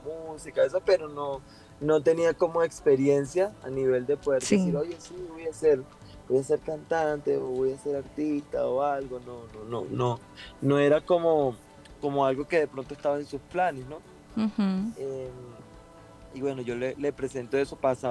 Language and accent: Spanish; Venezuela; now in Colombia; venimos de Venezuela